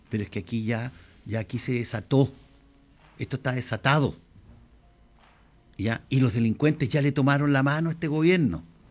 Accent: Chile

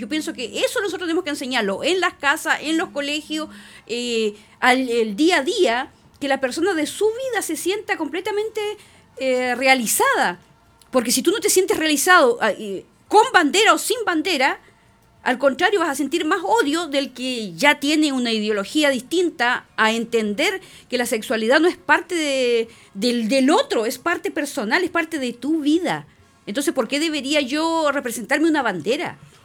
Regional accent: Chile; No dejamos de ser chilenos.

